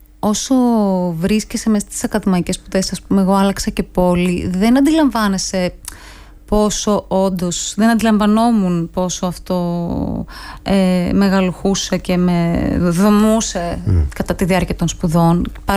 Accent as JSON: {"language": "Greek", "town": "Thessaloniki", "region": "Central Macedonia", "country": "Greece", "tie": "born or raised there", "said": "γεννήθηκα και μεγάλωσα στη Θεσσαλονίκη, λίγο πιο έξω από το κέντρο της πόλης."}